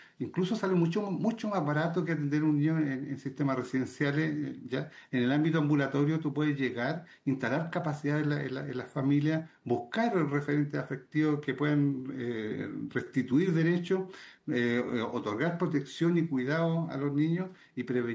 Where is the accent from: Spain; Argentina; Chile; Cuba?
Chile